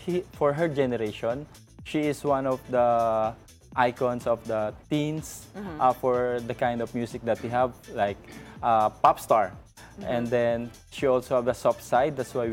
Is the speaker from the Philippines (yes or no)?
yes; Philippines; as a Filipino